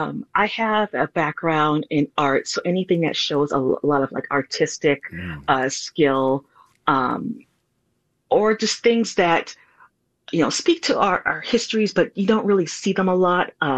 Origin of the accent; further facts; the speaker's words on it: Milwaukee, Wisconsin, United States; I grew up here in Milwaukee, Wisconsin.